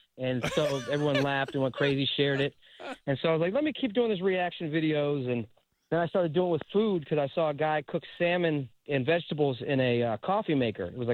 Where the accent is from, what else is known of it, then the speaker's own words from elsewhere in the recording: Tampa, Florida, United States; I'm from Tampa, like I said, and the team I watched before they had the Rays was the Yankees, because we had the Rays.